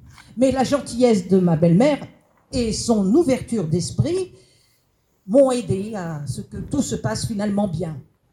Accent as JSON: {"language": "French", "town": "Malbosc", "region": "Auvergne-Rhône-Alpes", "country": "France", "tie": "born there", "said": "Je suis née à Malbosque, petit hameau de notre bassin minier."}